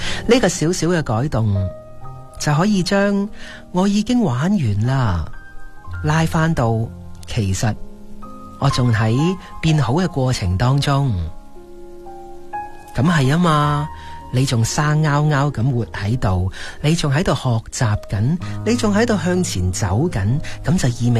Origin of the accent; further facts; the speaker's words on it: Guangdong, China; 我们广东人